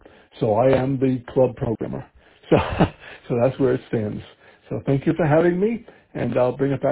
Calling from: Florida, United States; I'm visiting here in Middletown, Connecticut. I'm from Florida, and I'm with Gainesville Amateur Radio Society.

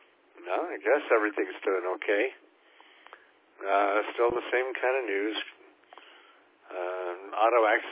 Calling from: Mesa, Arizona, United States

